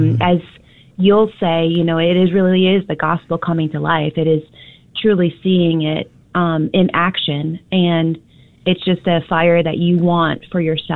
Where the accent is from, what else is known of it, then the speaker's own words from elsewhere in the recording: Buffalo, New York, United States; 8 Days of Hope was going to have a warehouse in Buffalo, New York, my hometown.